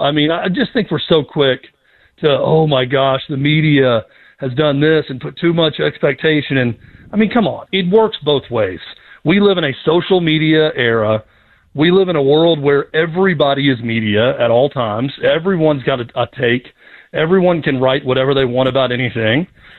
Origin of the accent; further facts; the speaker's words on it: United States; I am an American.